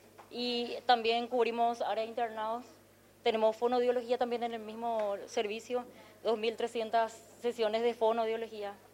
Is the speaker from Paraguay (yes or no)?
yes; Colonia Unida, Paraguay; now in Coronel Oviedo, Paraguay; Yo, sí, ya vivo acá en Coronel Oviedo, yo soy de Joinao, Colonia Unida. Sí, estoy por acá, ya viviendo.